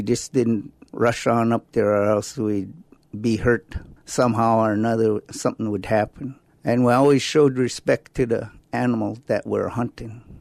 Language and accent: English; Chilkat Valley, Alaska, United States; born or raised there